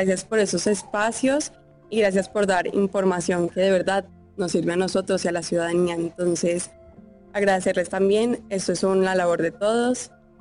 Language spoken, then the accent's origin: Spanish; Colombia